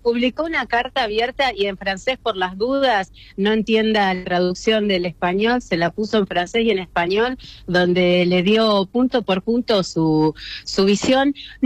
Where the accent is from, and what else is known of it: Paraguay